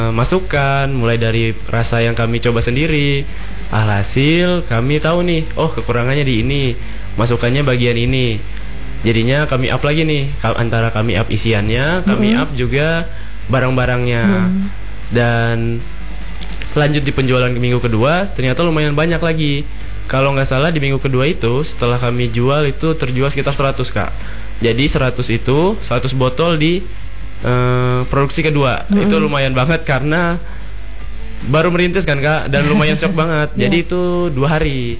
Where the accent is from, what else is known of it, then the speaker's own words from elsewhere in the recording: Palangka Raya, Central Kalimantan, Indonesia; sebagai warga Palangka yang sedang terkena kabut asap